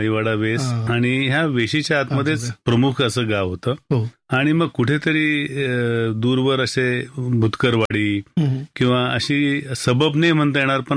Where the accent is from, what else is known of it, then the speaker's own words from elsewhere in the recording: Ahmednagar, Maharashtra, India; also born or lived in Karjat; मी नगरमध्येच जन्मलो. माझा जन्म गंगाधर गुणे आयुर्वेद हॉस्पिटल इथे झाला.